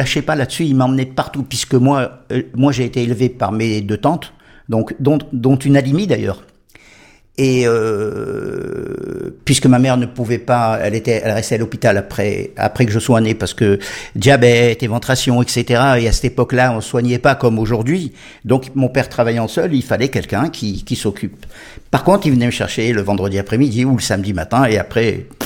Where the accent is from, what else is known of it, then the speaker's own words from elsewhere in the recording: Constantine, Constantine Province, Algeria; moved away; Chez nous, à Constantine